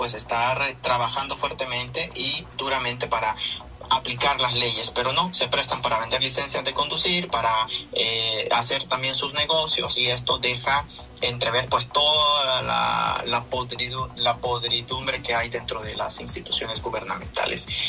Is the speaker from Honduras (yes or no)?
yes; Honduras; lo digo como hondureño, como periodista